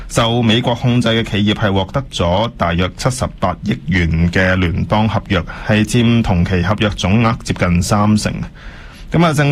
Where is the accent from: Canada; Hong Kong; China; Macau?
Canada; 咁我哋加拿大人係咪俾政府背刺咧？